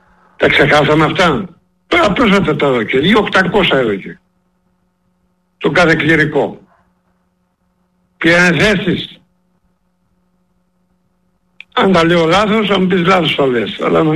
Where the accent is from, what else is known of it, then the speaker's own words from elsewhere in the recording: Crete, Greece; στον τόπο που μεγαλώσα και περπάτησα, στο ιστορικό μας νησί που λέγεται Λεβεντογένα Κρήτη